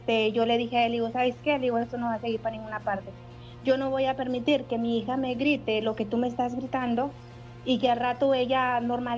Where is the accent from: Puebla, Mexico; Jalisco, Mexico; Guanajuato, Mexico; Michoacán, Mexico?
Michoacán, Mexico; Yo no sé si, yo soy del estado de Michoacán.